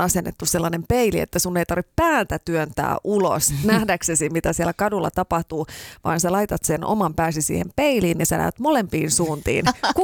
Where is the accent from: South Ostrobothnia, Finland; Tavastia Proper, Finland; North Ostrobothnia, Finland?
North Ostrobothnia, Finland; Raahe; moved away; Raahessa, josta olen kotoisin, niin siellä on vanhassa Raahessa tällaisia juorupeilejä.